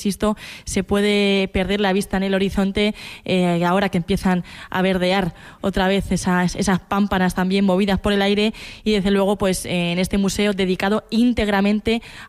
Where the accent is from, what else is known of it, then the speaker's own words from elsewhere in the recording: Socuéllamos, Castilla-La Mancha, Spain; la manera de vivir todos los socuellaminos y de esta parte de La Mancha, que somos la bodega de Europa.